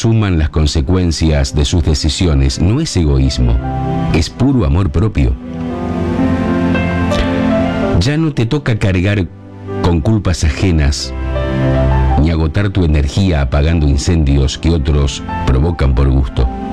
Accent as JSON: {"language": "Spanish", "town": "Arequito", "region": "Santa Fe", "country": "Argentina", "said": "de Arequito, mi pueblo."}